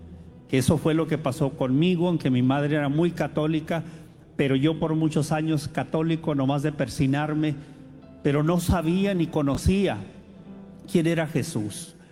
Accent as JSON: {"language": "Spanish", "town": "Tijuana", "region": "Baja California", "country": "Mexico", "tie": "born or raised there", "lives_now": "United States", "said": "Pues entonces yo crecí prácticamente niño aquí una parte, pero otra parte en Tijuana."}